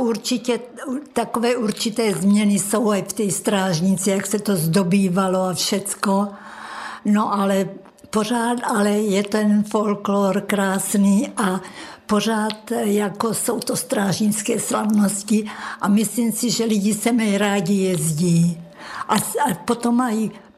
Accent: Hroznová Lhota, South Moravian Region, Czechia; Já pocházím z Hroznové Lhoty, rodačka z Hroznové Lhoty.

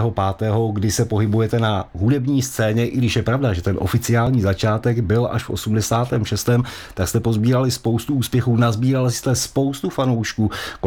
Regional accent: Most, Ústí nad Labem Region, Czechia; moved away; já jsem původně z Mostu.

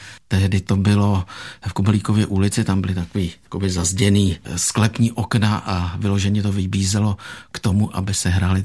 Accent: Prague, Czechia; also born or lived in Neratov, Orlické hory; jsem ze Žižkova přímo.

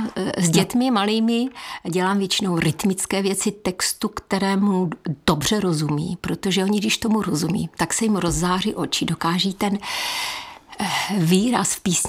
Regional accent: Střítež nad Bečvou, Zlín Region, Czechia; born there; moved away; also born or lived in Nový Jičín; Já pocházím z Valašska, přímo. Já jsem se narodila ve Stříteži nad Bečvou a potom jsme se přestěhovali do Nového Jičína, ale jsem Valašská, můj manžel je z Velké Lhoty, takže my jsme taková Valašská.

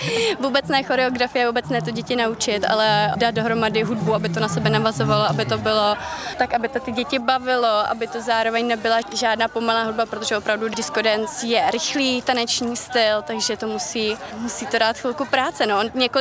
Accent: Lázně Bělohrad, Hradec Králové Region, Czechia; born there; narodila jsem se tady v Bělohradě.

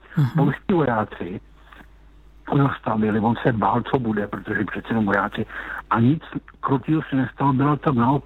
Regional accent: Lysá nad Labem, Central Bohemian Region, Czechia; Já jsem z Lise nad Labem.

